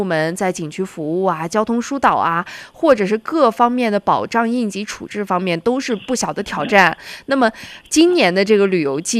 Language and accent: Chinese; Xinjiang, China; 咱们新疆人